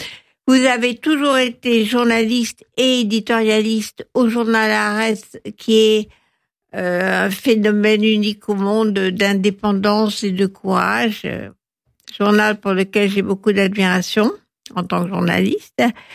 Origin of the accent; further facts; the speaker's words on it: France; comme nous on peut le faire en tant que Français.